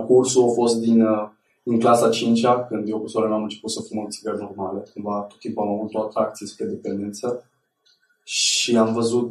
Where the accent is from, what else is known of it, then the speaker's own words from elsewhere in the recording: Drobeta-Turnu Severin, Mehedinți County, Romania; born there; Bun, eu m-am născut în Turnul Severin, undeva pe lângă Turnul Severin, într-un sat.